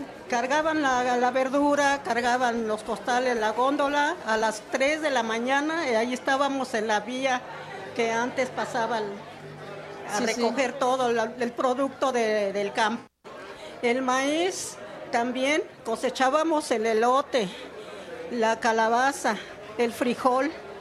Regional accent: Mexico City, Mexico; De Santa María Tepepan. Sí, yo nací en Tepepan

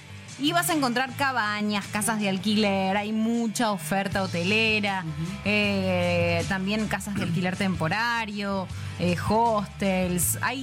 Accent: Argentina

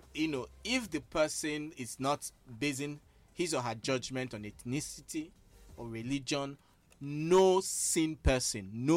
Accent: Enugu State, Nigeria; I'm from Usudo Osea Anugu

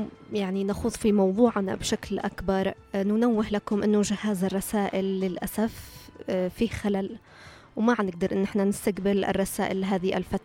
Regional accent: Yemen

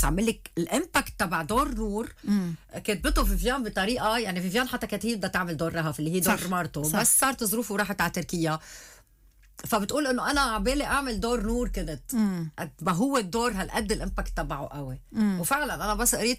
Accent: Lebanon; عندنا بلبنان

